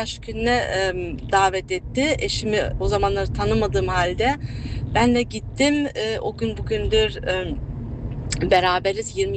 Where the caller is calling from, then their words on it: Bremen, Germany; Bremen'den arıyorum.